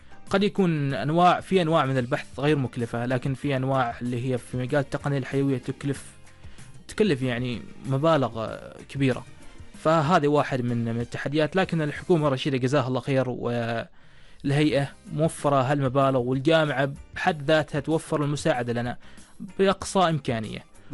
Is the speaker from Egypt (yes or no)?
no; Oman; تروح كعماني، تروح لمسؤول عماني أو لشخص عماني أو لأي شخص في هذا الوطن في عمان